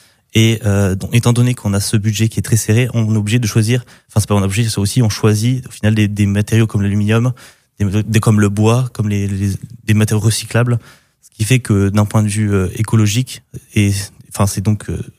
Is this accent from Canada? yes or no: no; France